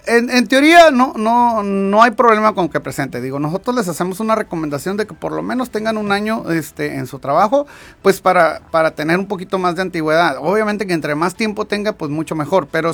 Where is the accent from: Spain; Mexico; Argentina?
Mexico